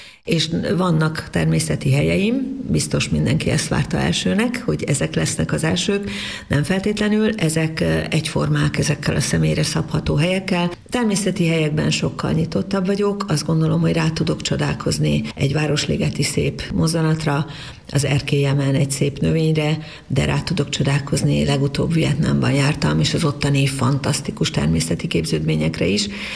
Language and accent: Hungarian; Debrecen, Hajdú-Bihar, Hungary; hát én debreceni vagyok